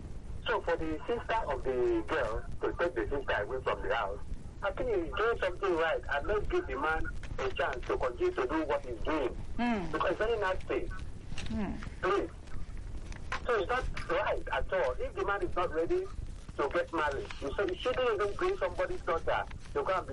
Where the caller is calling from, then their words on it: Lagos, Nigeria; I'm calling you from Gbagada.